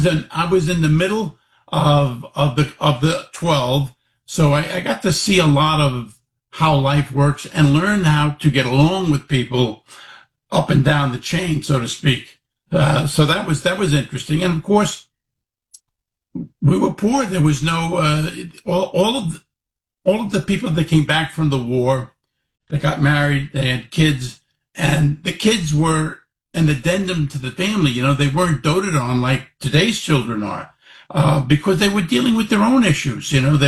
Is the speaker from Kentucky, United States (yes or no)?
no; Queens, New York, United States; also born or lived in Florida; My mother was married three times, and we grew up in Queens, and she just kept marrying.